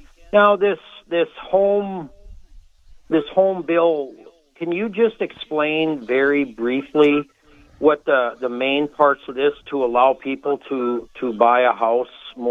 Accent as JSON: {"language": "English", "town": "West Fargo", "region": "North Dakota", "country": "United States", "tie": "born or raised there", "said": "I mean, I grew up in West Fargo, and we lived in subsidized housing because we were poor."}